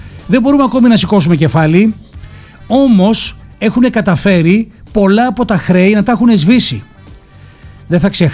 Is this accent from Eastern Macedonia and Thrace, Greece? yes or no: no; Kastoria, Western Macedonia, Greece; Από πού είσαι? Α, από την Καστοριά.